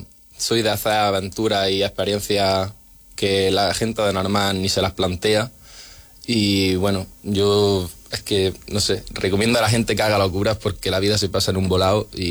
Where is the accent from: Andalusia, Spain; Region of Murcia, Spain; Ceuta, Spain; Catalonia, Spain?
Andalusia, Spain; Guadix; moved away as an adult; now in Norway; yo me fui para allá con un amigo de aquí de Guadix